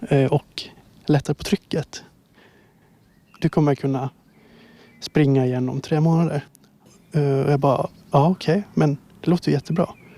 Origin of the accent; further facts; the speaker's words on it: Åland Islands; moved away as an adult; now in Stockholm, Sweden; Ända sedan jag spelade fotboll hemma på Åland.